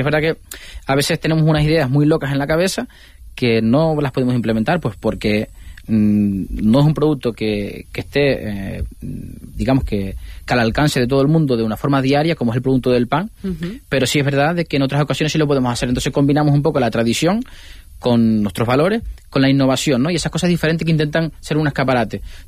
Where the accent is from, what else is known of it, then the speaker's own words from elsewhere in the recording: La Palma, Canary Islands, Spain; somos de La Palma